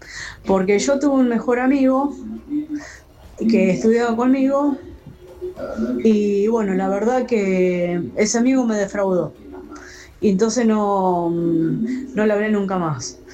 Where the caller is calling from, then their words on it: San Martín, Buenos Aires Province, Argentina; vivo en San Martín.